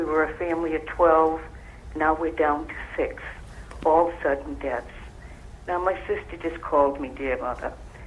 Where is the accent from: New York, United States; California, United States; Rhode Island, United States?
Rhode Island, United States; I'm from Rhode Island.